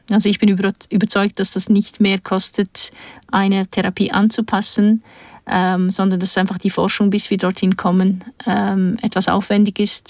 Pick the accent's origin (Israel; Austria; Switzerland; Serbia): Switzerland; Bern; born there; first language Turkish; German is a second language; also born or lived in Kahramanmaraş, Turkey; aus wirtschaftlichen Gründen sind meine Eltern ausgereist, haben in die Schweiz migriert. Und wir haben hier unsere Ausbildung gemacht und sind in Bern aufgewachsen.